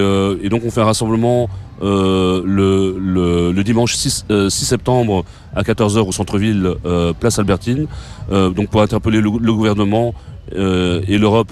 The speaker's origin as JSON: {"language": "French", "town": "Brussels", "region": "Brussels-Capital Region", "country": "Belgium", "said": "nous, on est un collectif plutôt bruxellois, et comme on est des Bruxellois, on pense que c'est important de faire pression sur les institutions qui sont à côté de chez nous."}